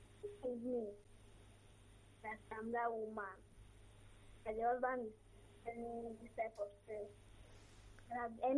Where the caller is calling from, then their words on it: Lagos, Nigeria; I'm calling from Lagos.